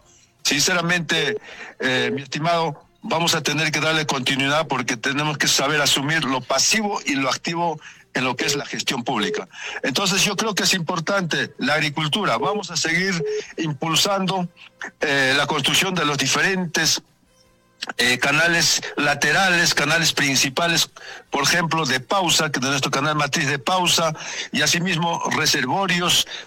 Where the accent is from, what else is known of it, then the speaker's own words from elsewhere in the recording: Oyolo, Ayacucho, Peru; yo soy oyolino, soy hijo de la villa de Oyolo